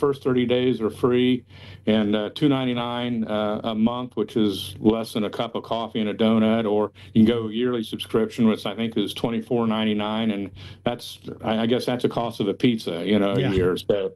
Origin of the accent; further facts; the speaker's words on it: Dayton, Ohio, United States; Yeah, we're from Dayton.